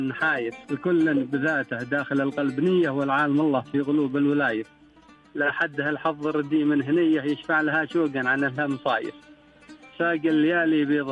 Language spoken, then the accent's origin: Arabic; Dhofar, Oman; first language Shehri (Jibbali); Arabic is a second language; ولا زالت محافظة عليها هنا في إغليم ظفار